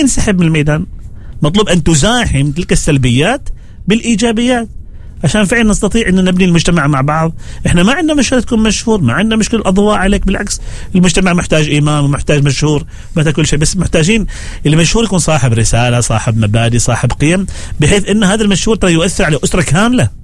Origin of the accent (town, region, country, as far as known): Oman; accent: Omani